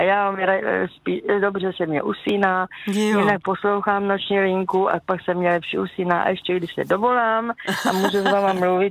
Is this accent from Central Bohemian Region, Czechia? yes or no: no; South Moravian Region, Czechia; jeli jsme školu v Brně, myslím, že kousek od Brna to máme, doprava výborná